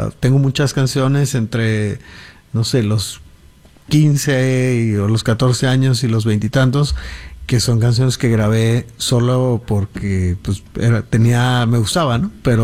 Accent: Guadalajara, Jalisco, Mexico; Vamos, ayer estuvimos más o menos a la misma temperatura en Guadalajara, que es de donde yo soy.

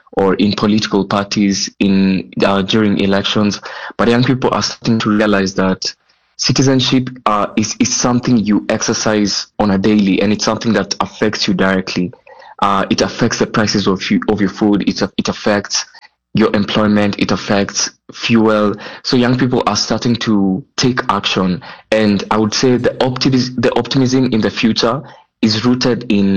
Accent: Kenya; being Kenyan

